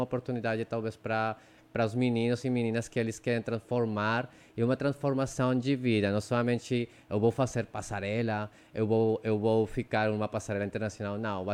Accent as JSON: {"language": "Portuguese", "town": "Leticia", "region": "Amazonas", "country": "Colombia", "tie": "born or raised there", "said": "Olha, eu cresci aqui na Letícia, estudei no colégio Inem, mas depois eu saí daqui do Amazonas com muitos sonhos, quando eu estava criança, né?"}